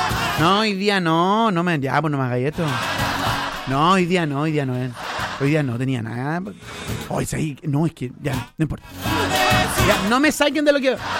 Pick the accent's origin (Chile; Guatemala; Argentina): Chile; Más chileno que los porotos. Más chileno que... ¡Puta que soy chileno!